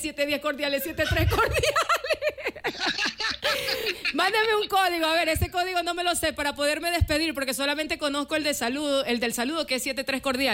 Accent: Guayaquil, Guayas, Ecuador; Es verdad que soy guayaquileña, pero solo conozco parte del norte.

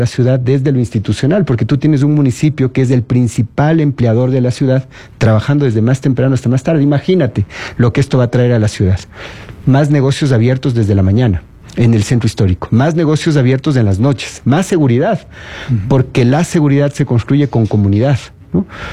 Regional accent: Quito, Pichincha, Ecuador; lo que hemos vivido como quiteños

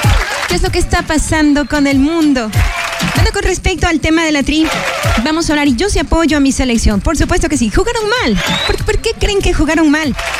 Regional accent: Ecuador; Eso es lo que tenemos que hacer como ecuatorianos.

